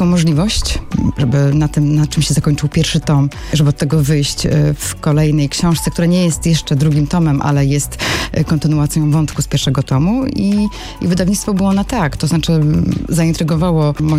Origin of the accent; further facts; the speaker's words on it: Warsaw, Masovian Voivodeship, Poland; No oczywiście nie znaliśmy się dlatego, że ja jestem z Warszawy, a Radek jest z Gdańska